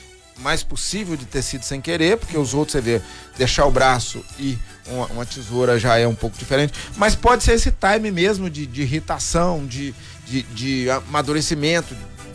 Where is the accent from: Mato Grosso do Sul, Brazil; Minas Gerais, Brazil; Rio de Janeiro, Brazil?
Rio de Janeiro, Brazil; eu sou do estado do Rio